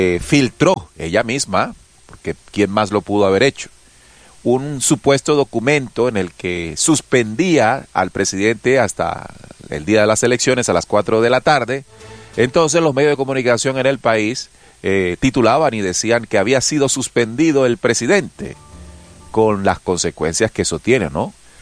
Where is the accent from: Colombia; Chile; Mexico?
Colombia; nosotros acá, como colombianos de pie